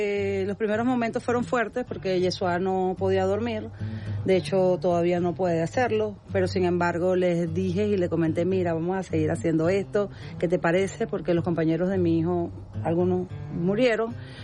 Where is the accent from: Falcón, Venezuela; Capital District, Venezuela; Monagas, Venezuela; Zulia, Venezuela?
Falcón, Venezuela; Tucacas; yo vengo de Tucacas, Estado Falcón, orgullosa de ser de Tucacas, porque ahí también crecí desde los 14 años.